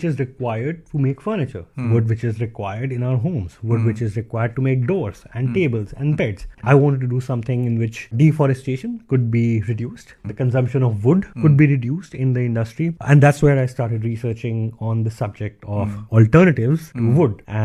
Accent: Delhi, India; I grew up in Delhi.

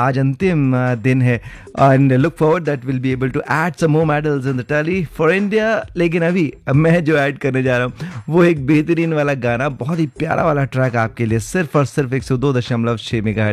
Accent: Delhi, India

